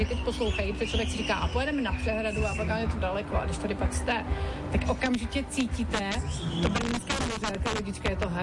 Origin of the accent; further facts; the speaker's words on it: Brno, South Moravian Region, Czechia; jsem taky Brňák a patriot